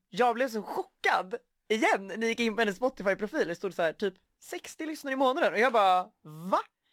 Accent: Stockholm, Stockholm County, Sweden; accent: stockholmska; jag försöker bryta mig loss från mitt forna Stockholms jag. Ja. För annars så faller jag in i att jag pratar med stockholmska.

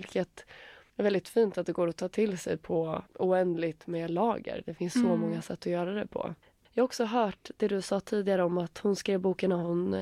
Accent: Finland; accent: Finland Swedish; Ursäkta min finlandssvenska.

